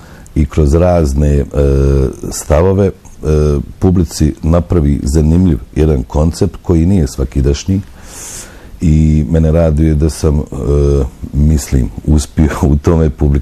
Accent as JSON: {"language": "Bosnian", "town": "Tuzla", "region": "Tuzla Canton", "country": "Bosnia & Herzegovina", "said": "Uvijek je izazovno, ali osjećam odgovornost kao Tuzlak i čovjek koji živi ovdje, da barem jednom godišnje, jeli, poklonim, odnosno da odsviram koncert za svoje Tuzlake"}